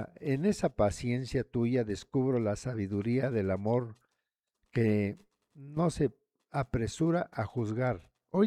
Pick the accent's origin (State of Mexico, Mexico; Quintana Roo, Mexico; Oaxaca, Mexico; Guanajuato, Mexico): Oaxaca, Mexico; San Juan Yucuita; San Juan Yucuita, mi tierra querida, San Juan Yucuita.